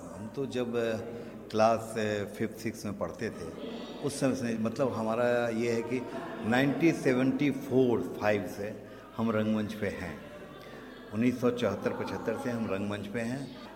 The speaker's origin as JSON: {"language": "Hindi", "town": "Patna", "region": "Bihar", "country": "India", "said": "और मैं पटना से आया हूँ।"}